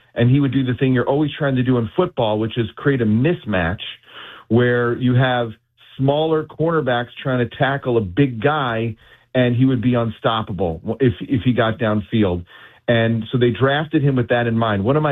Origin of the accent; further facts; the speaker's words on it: Glencoe, Illinois, United States; I think that as a kid growing up in Glencoe